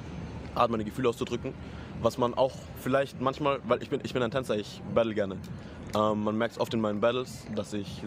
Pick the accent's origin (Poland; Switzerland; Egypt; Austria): Austria; Burgenland; Yo, ich bin im OD, ich bin 17. Ich komme aus dem Burgenland.